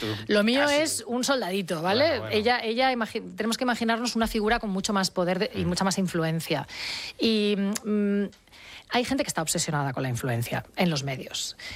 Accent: Sant Feliu de Llobregat, Catalonia, Spain; porque soy de San Feliu de Llobregat

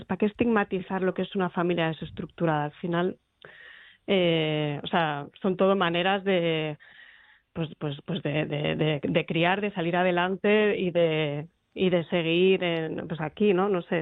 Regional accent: Gijón, Asturias, Spain; yo soy de provincias, yo soy de Gijón además

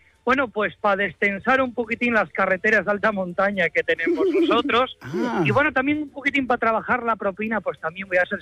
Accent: Asturias, Spain; Yo soy un asturiano enamorado de la copla andaluza.

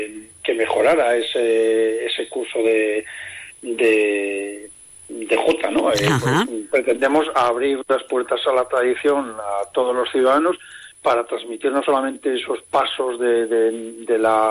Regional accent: La Rioja, Spain; somos los riojanos en ese sentido quizá un poco tímidos

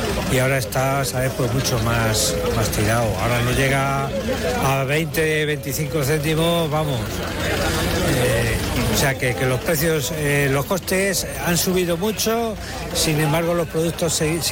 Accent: Madridejos, Castilla-La Mancha, Spain; Venimos de Madridejos.

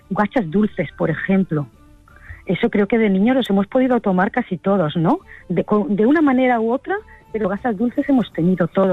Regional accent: Granada, Andalusia, Spain; Bueno, yo soy de Granada.

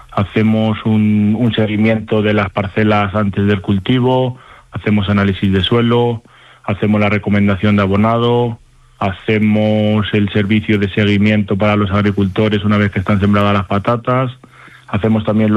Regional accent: Nueva Matos, Castile and León, Spain; Somos de Salamanca, de un pueblo pequeñito que se llama Nueva Matos, y nuestras instalaciones de patatas Floima están en Encinas de Abajo.

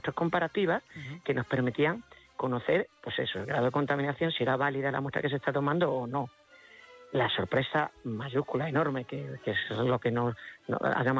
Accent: Extremadura, Spain

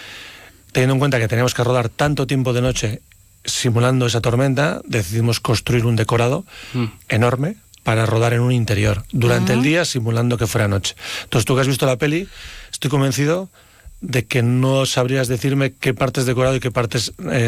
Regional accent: Leioa, Basque Country, Spain; soy de Leioa, un pueblo prácticamente pegado al Gorta, que es donde Ramiro Pinilla vivió la mitad de su vida y donde está ambientada la historia.

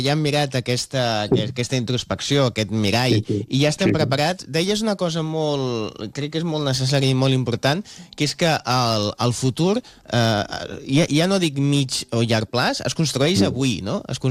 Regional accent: Barcelona, Catalonia, Spain; Home, jo que sóc de Sants, els trens passen constantment.

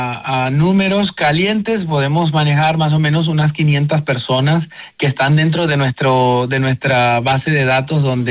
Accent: Venezuela; moved away as an adult; now in Mallorca, Spain; de edad tengo 36 años, pero bueno, nosotros como venezolanos cuando salimos ya tenemos 4 vidas por delante

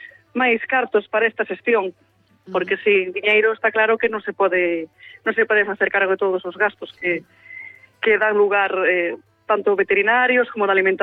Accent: Ribeira, Galicia, Spain; also born or lived in Santiago de Compostela; Eu, pois, son de Ribeira e de Santiago

